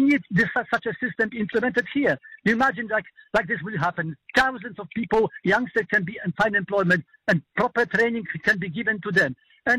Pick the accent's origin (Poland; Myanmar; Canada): Poland; English is a second language; now in United States; You know, as you know, I came from Poland, and at the end of the, before the communist collapse, the government allowed for private activity.